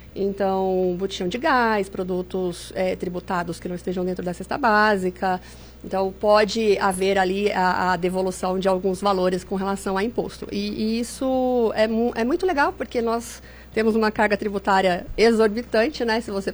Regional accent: Brazil; como brasileiros muito resilientes

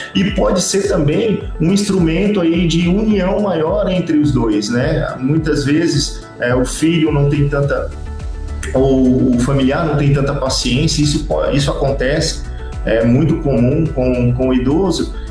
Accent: Acre, Brazil; moved away; Eu sou do Acre, moro longe da minha mãe, moro longe da minha família

